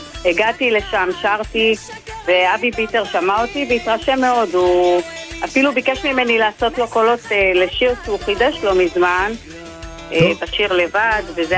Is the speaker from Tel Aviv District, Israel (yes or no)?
yes; Holon, Tel Aviv District, Israel; אני מחולון.